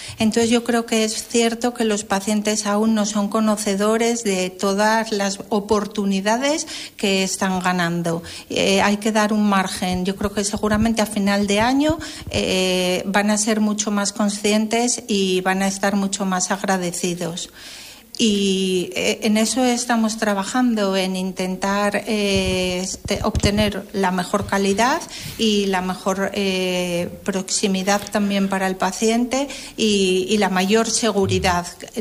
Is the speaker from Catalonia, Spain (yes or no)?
no; Gijón, Asturias, Spain; now in Avilés, Spain; Yo no soy de Avilés, soy de Gijón. Y bueno, aterricé aquí por circunstancias de la vida, precisamente, bueno, pues por el MIR.